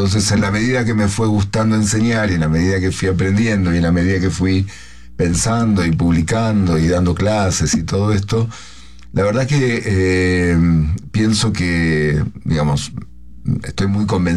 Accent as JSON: {"language": "Spanish", "town": "Rosario", "region": "Santa Fe", "country": "Argentina", "also_born_or_lived": "Jerusalem", "moved": "yes", "said": "yo no soy de Buenos Aires, soy de una ciudad que se llama Rosario, que está donde nacieron Ángel Di María y Lionel Messi."}